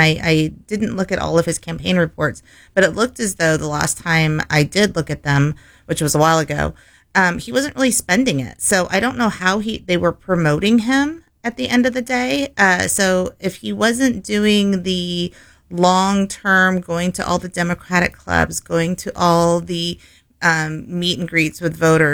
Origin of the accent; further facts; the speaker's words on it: San Jose, California, United States; Yeah, San Jose, my hometown, I was really rooting for him just to kind of break out.